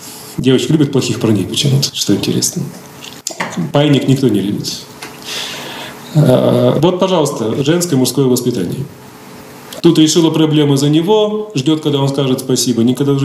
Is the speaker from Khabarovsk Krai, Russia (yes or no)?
yes; Komsomolsk-on-Amur, Khabarovsk Krai, Russia; Я вырос в Комсомольске-на-Амуре. Это город, который был построен на месте Амурлага.